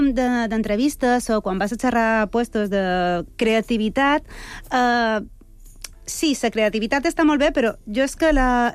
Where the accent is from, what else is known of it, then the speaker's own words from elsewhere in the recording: Mallorca, Balearic Islands, Spain; also born or lived in Valencia; Jo vaig néixer a València, però he crescut a Mallorca amb tota la família argentina. Jo de fet, crec que sóc la primera generació d'espanyols de la meva família.